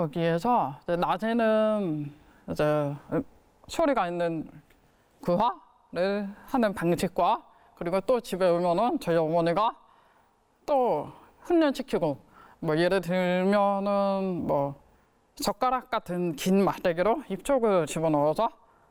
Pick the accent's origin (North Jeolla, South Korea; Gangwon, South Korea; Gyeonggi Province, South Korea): Gangwon, South Korea; 저를 데리고 이제 강원도 고향에서부터 서울까지 왔다 갔다 하면서